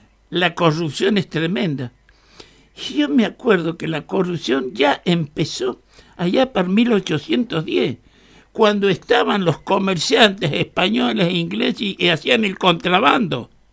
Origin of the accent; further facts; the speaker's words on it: Argentina; ¿Qué podemos conseguir como argentinos?